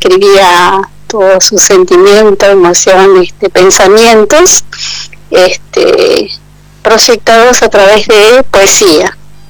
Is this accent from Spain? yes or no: no; Bahía Blanca, Buenos Aires Province, Argentina; born there; nació mi hermano mayor en el hospital de Jerich, después mi otro hermano nació en Neuquén Capital, yo nací en Bahía Blanca y mi hermana menor en Neuquén Capital.